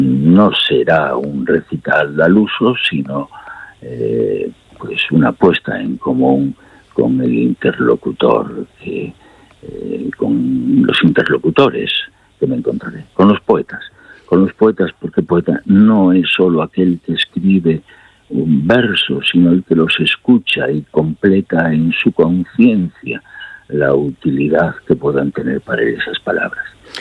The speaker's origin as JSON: {"language": "Spanish", "area": "El Bierzo", "region": "Castile and León", "country": "Spain", "tie": "born or raised there", "said": "En mi tierra, la naturaleza en el Bierzo es la presencia totalizadora de una esperanza permanentemente agraviada."}